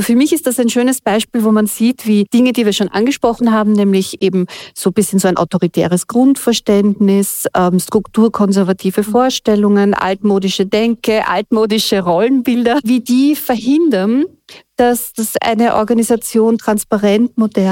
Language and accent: German; Austria; born there; Also ich bin ja in Österreich geboren, aber meine Eltern nicht.